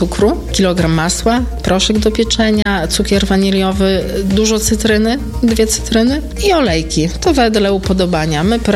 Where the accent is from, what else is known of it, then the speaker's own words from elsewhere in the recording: Studzianka, Lublin Voivodeship, Poland; mieszkam w Studziance od urodzenia i tutaj jest moje centrum życiowe.